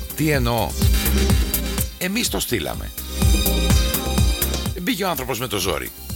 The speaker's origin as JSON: {"language": "Greek", "country": "Greece", "said": "Γιατί είμαστε από την Ελλάδα"}